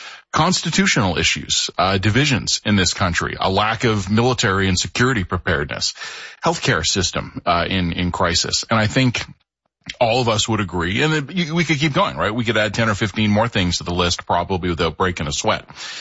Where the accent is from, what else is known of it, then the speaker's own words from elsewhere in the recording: Toronto, Ontario, Canada; So my hometown, Toronto